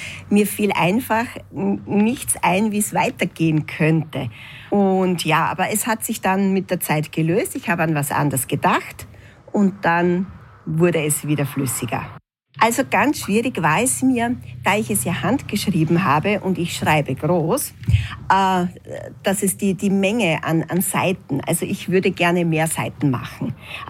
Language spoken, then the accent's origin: German; Stoob, Burgenland, Austria; Also ich habe schon meine Kindheit in Stob verbracht